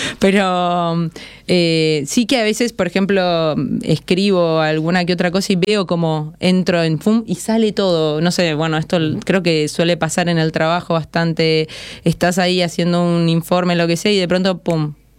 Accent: Argentina; Yo soy de Argentina, para el que no se dio cuenta del acento.

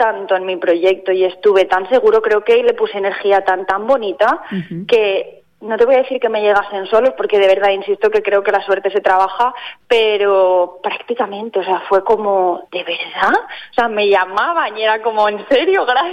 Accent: Pedralba, Valencian Community, Spain; llegué a Pedralba, que como te digo es mi pueblo, y te voy a contar cómo es mi realidad aquí

